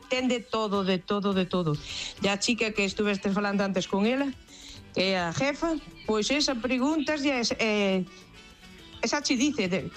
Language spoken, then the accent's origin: Galician; Maceda, Galicia, Spain; de Maceda. Pois aquí en Maceda hai tamén un bazar chino.